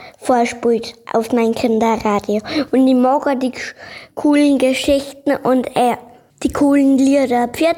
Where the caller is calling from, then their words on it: Bavaria, Germany; ich komme aus Bayern, ich bin Heiden.